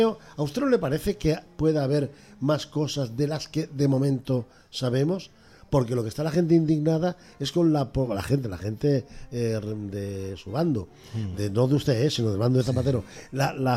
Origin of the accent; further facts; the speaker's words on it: Galicia, Spain; La pregunta, como buen gallego, se la devuelvo yo.